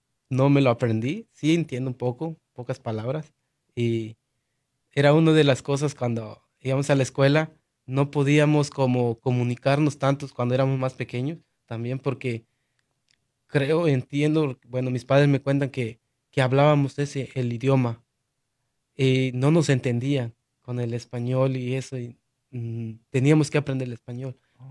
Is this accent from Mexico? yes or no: yes; Chiapas, Mexico; moved away; yo, como decía, soy ahorita originario de Chiapas, México, pero nosotros, nuestras raíces vienen desde Guatemala.